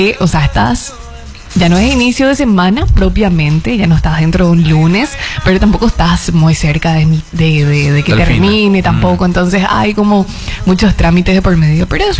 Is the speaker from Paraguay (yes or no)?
yes; Paraguay; como buena paraguaya y dentro de mi único vicio, que es mi infaltable tereré.